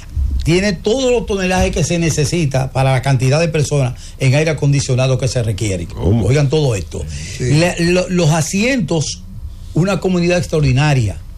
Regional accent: Dominican Republic; Para nosotros un orgullo y un privilegio como dominicano.

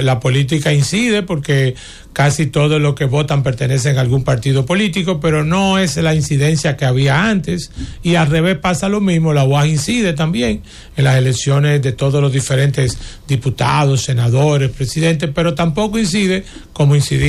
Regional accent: Santo Domingo, Distrito Nacional, Dominican Republic; un humilde dominicano que nació entre San Lázaro y San Carlos.

